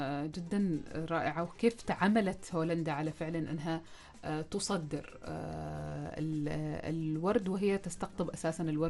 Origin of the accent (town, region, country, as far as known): Oman